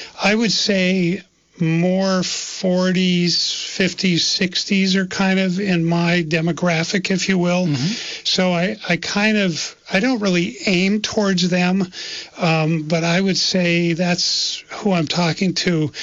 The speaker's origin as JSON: {"language": "English", "town": "St. Johnsbury", "region": "Vermont", "country": "United States", "tie": "born or raised there", "said": "which was the way it was growing up in St. Jay."}